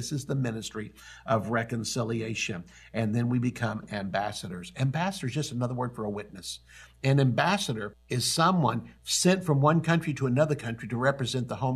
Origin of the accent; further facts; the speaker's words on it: Oklahoma, United States; My home country is no longer the United States and no longer the state of Oklahoma.